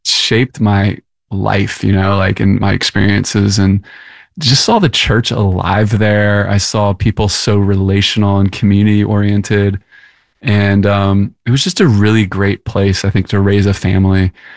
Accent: Liberia; also born or lived in Kuwait; And so I grew up in Liberia and then Kuwait. And then I pastored in Boston for the first 5 years out of college.

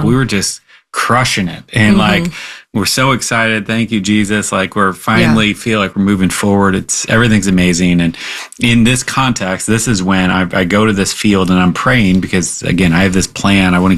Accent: United States; I'm an American

